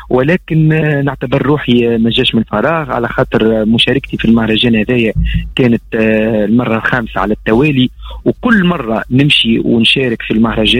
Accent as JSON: {"language": "Arabic", "country": "Tunisia"}